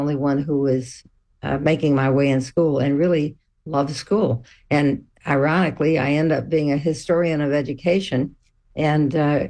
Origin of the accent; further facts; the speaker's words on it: Houston, Texas, United States; moved away as an adult; growing up in Houston, and I was born in St. Joseph's Hospital. I grew up at 1314 Richmond Road, and my father owned a liquor store a couple blocks away.